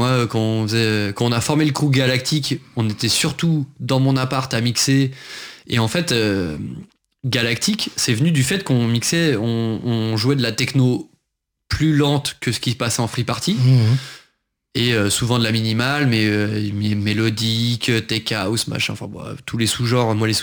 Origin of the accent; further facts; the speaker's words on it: Hauts-de-France, France; now in Paris, France; Moi, je viens de l'Oise à la base. Je suis Picard.